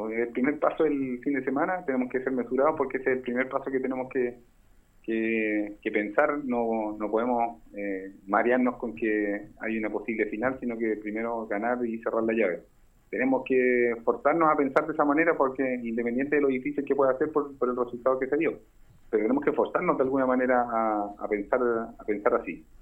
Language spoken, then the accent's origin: Spanish; Linares, Maule, Chile; moved away as an adult; now in Curicó, Chile; volví a Linares por temas ahí personales, tuve que volver a mi tierra el segundo semestre, y después de eso, al siguiente año, se me da la posibilidad de venir a Curicó, y allí donde me radico